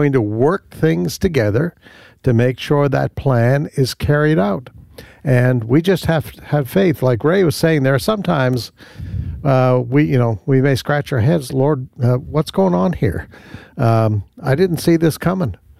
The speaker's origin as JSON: {"language": "English", "country": "Canada", "tie": "born or raised there", "said": "When we, growing up in Canada, when we used the term nor'easter, it usually had to do with a really bad snowstorm."}